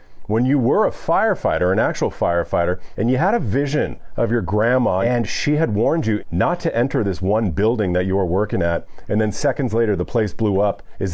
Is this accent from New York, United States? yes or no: yes; Jamaica, Queens, New York, United States; born there; Well, I was born in Jamaica, Queens.